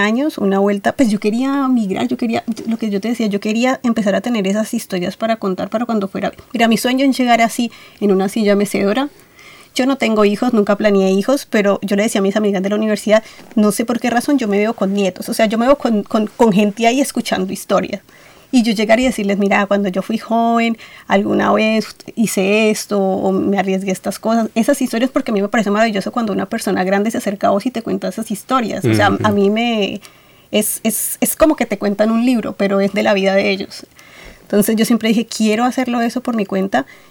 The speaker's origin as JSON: {"language": "Spanish", "town": "Cali", "region": "Valle del Cauca", "country": "Colombia", "moved": "yes", "lives_now": "Australia", "said": "Entonces, yo vengo de Cali, que es 35 grados centígrados todo el año."}